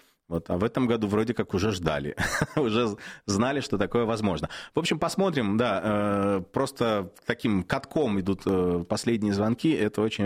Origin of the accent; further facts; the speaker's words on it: Udmurtia, Russia; moved away; Но я в школе учился в Удмуртии. У нас в классе было татары, было много татар, русские были. Ну, я белорус был.